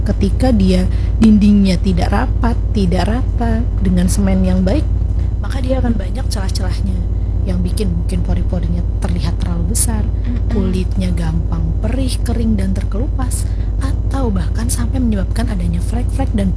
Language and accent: Indonesian; Banjarmasin, South Kalimantan, Indonesia; jadi harus hati-hati nih kita sebagai warga Banjar.